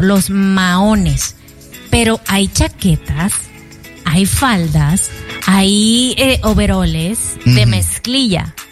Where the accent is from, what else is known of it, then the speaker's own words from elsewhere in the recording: Mexico; ¿Cómo quieres tú que yo, como mexicana, mira, le diga mahón a los jeans?